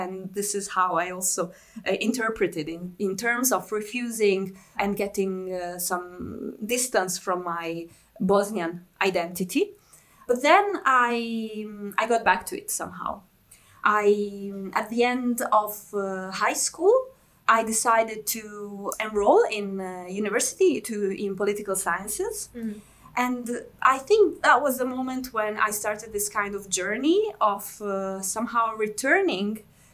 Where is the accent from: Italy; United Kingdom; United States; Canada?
Italy; English is a second language; Although I grew up in Italy, I went to school in Italy, I learned a good Italian. Actually, I speak better Italian than I speak my language, Bosnian, Serbian, Croatian, whatever we want to call it.